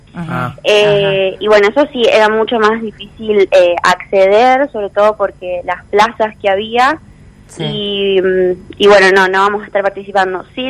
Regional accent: Sunchales, Santa Fe, Argentina; moved away as an adult; now in Santa Fe, Argentina; Yo soy de Sunchales, competía, bueno, para Unión de Sunchales, y después, cuando terminé la secundaria, por motivos de estudio, ahora actualmente estoy en el segundo año de la licenciatura en nutrición, me vine a vivir a Santa Fe

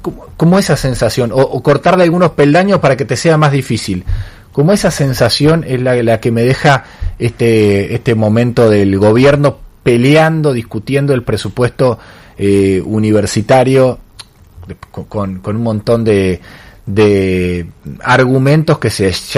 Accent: Argentina

